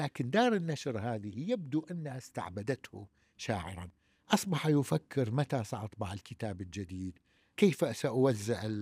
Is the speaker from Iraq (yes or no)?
yes; Mosul, Nineveh, Iraq; ولكننا في الموصل ندعيه